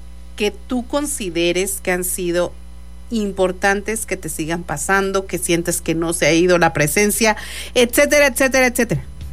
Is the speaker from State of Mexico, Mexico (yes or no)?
no; Guadalajara, Jalisco, Mexico; now in Saltillo, Mexico; Yo soy de Guadalajara, pero yo tengo muchos años ya viviendo aquí en Saltillo.